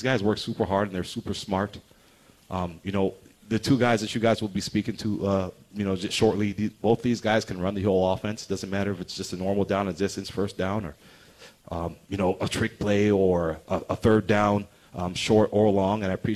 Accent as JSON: {"language": "English", "region": "Illinois", "country": "United States", "also_born_or_lived": "Wyoming / Wisconsin", "moved": "as an adult", "lives_now": "Fargo, United States", "said": "my home state, Illinois."}